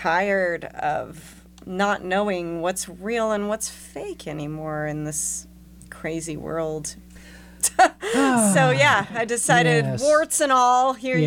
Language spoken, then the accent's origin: English; Concord, California, United States; I grew up in Concord.